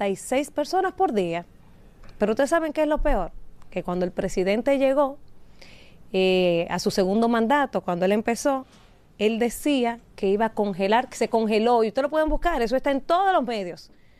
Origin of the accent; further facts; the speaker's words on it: Dominican Republic; yo como ciudadana, como dominicana, como clase media